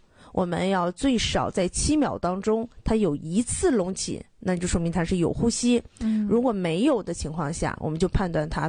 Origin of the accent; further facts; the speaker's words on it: Dalian, Liaoning, China; accent: Dalian; 用咱们大连话叫心口窝了。